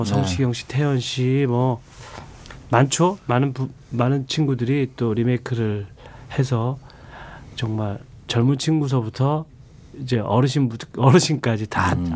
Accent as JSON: {"language": "Korean", "region": "Jeju", "country": "South Korea", "tie": "born or raised there", "said": "제 고향 제주도 얘기를 하겠습니다."}